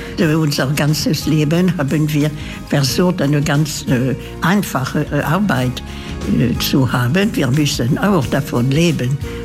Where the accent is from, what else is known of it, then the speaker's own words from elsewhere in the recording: France; moved away as an adult; now in Germany; ich bin eine von den ersten Französinnen, die nach Deutschland gekommen sind